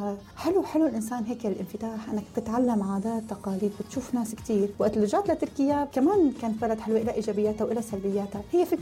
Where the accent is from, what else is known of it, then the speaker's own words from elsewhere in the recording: Syria; moved away; ونحن كسوريين محبوبين بالإمارات. يعني أنا عن تجربتي، أنا سلال تجربتي شي 7 سنين تاكل، بس نحن كسوريين شعب محبوب بالإمارات.